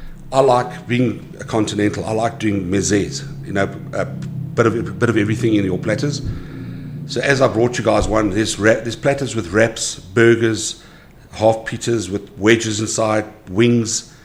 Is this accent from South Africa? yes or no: yes; South Africa; being a South African